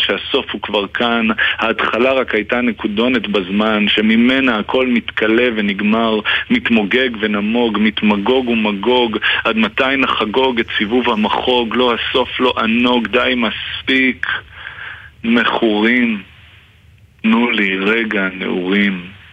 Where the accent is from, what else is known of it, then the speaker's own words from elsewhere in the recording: Jerusalem, Jerusalem District, Israel; אני גדלתי בירושלים